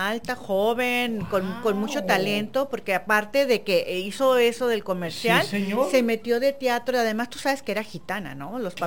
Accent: Mexico; somos mexicanos y tenemos que nosotros estar con México.

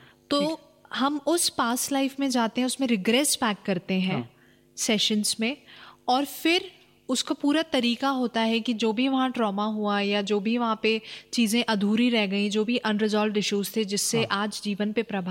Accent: Bhopal, Madhya Pradesh, India; मेरा जन्म भोपाल में ही हुआ, मैं भोपाल में ही पली बड़ी हूँ। स्कूलिंग, कॉलेज सब मेरा भोपाल से ही हुआ।

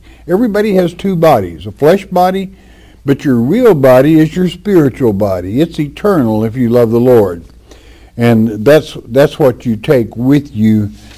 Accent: Tennessee, United States; My wishes are to have my ashes scattered in a place of my choosing in my home state of Tennessee.

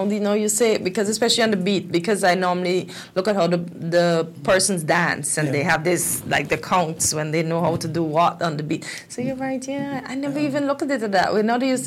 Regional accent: Guyana; the country that I'm from, Guyana.

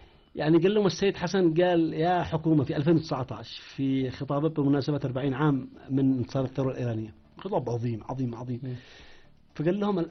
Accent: Yemen

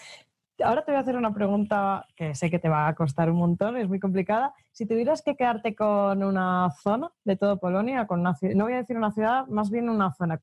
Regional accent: northern Spain, Spain; yo soy del norte de España y que estoy acostumbrada a temperaturas bajas

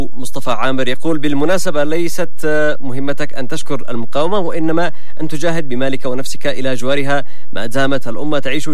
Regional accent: Yemen; وبالمقابل سيبقى هذا النظام عدوا لنا نحن كيمنيين ما دمنا أحياء على هذه الأرض.

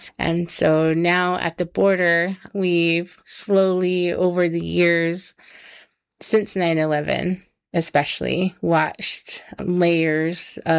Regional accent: Arizona, United States; I come from the Tohono O'odham Nation

